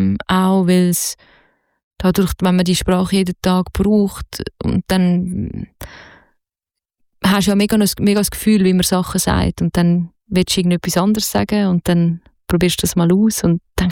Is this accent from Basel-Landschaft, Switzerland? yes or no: no; Zurich, Switzerland; Also natürlich, ich meine, ich bin aus Zürich, aber ich glaube grundsätzlich, also ich höre ja auch Mundart mit anderem Dialekt